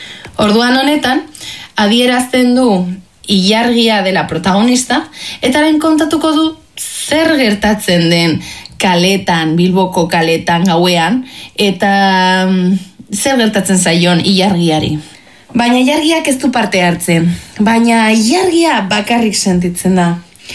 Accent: Bilbao, Basque Country, Spain; ni bilbotarra naiz

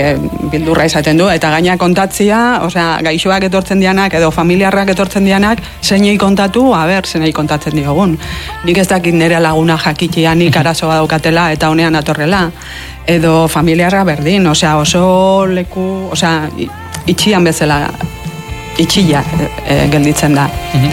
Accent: Errenteria, Basque Country, Spain; gure herrian, Errenterian, pues jendeantzako igual jokori gabeko egunean prestatu ditugu hitzaldiak

